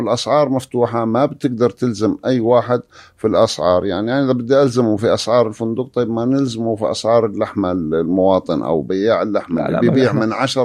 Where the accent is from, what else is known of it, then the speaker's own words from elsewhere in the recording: Jordan; احنا كأردنيين